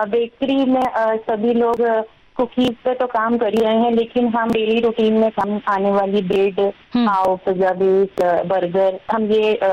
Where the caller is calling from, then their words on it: Raipur, Chhattisgarh, India; मैं यहाँ रायपुर छत्तीसगढ़ से हूँ